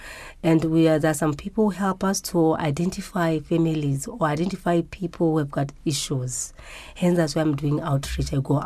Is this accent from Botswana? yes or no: yes; Botswana; I'm a Botswana, born and brought and bred in Botswana.